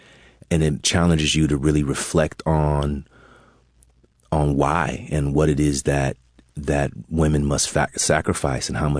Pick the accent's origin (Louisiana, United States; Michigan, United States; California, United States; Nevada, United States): California, United States; and my father lived in New York, and I was growing up in California.